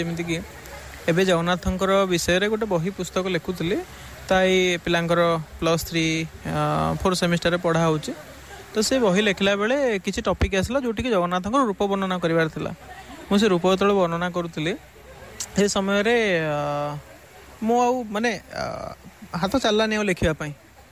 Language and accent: Odia; Kapileswarpur, Odisha, India; ମୋ ଘର କପିଳେଶ୍ୱରପୁର।